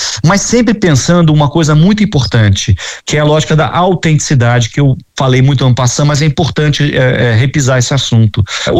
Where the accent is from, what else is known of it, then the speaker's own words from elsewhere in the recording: Rio de Janeiro, Brazil; Eu também sou do Rio de Janeiro